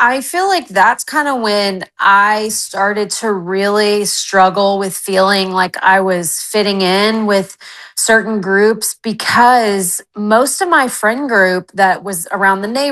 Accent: Texas, United States; we're from West Texas, so we went to football games.

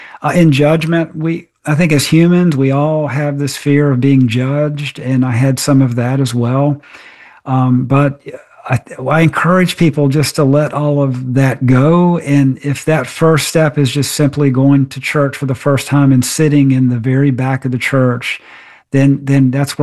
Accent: Charleston, South Carolina, United States; So I was born and raised Catholic in outside of Charleston, South Carolina. So we moved to a smaller town outside of the city of Charleston when I was about seven.

